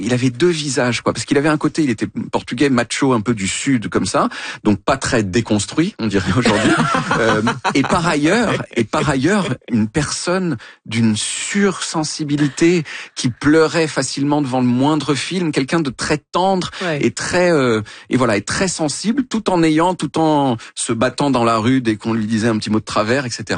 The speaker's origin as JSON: {"language": "French", "region": "Quebec", "country": "Canada", "said": "Et enfin, dernière chose, les Québécois ont un rapport étonnant aux voyelles. Chez nous, les combinaisons de voyelles, elles forment le plus souvent un son."}